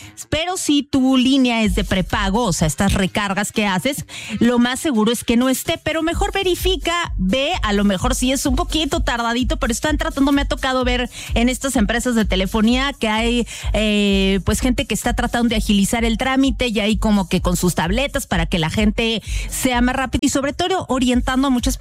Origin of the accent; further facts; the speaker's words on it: Mexico; Oye, y como buen mexicano, al último momento